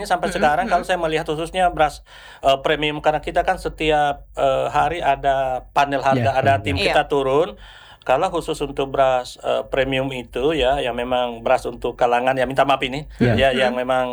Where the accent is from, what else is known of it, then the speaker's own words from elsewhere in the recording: Eastern Indonesia, Indonesia; kita kan orang Timur ini